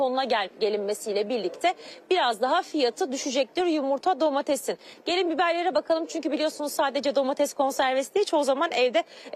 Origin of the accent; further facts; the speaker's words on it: Samandağ, Hatay, Turkey; Hatay samandağ biberi yiyenler bilir ne kadar acı olduğunu, memleketimin biberi çok acıdır.